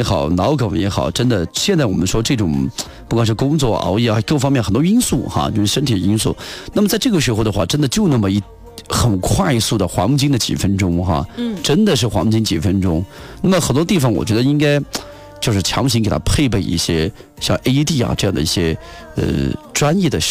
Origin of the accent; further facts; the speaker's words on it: China; 我们中国人救人的这种本能还有这种爱心哈，真的是非常的棒哈。